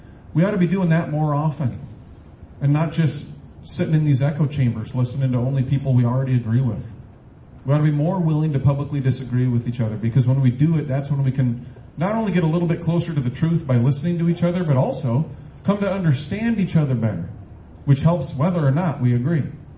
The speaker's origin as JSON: {"language": "English", "town": "Decorah", "region": "Iowa", "country": "United States", "tie": "born or raised there", "said": "When I was growing up in Decorah, four important parts of my upbringing, going to church, hunting, fishing, and my first job, which taught me a lot, catching chickens."}